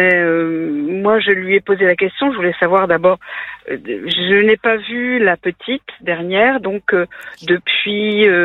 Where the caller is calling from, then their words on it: Normandy, France; Moi j'habite en Normandie